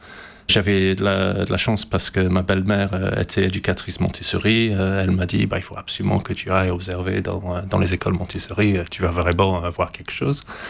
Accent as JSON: {"language": "French", "region": "England", "country": "United Kingdom", "tie": "born or raised there", "moved": "as an adult", "lives_now": "France", "said": "j'ai grandi en Angleterre, j'ai fait ma scolarité en Angleterre, du coup, je ne suis pas venu en France avant l'an 2000, hein, donc ça fait 26 ans que je suis là."}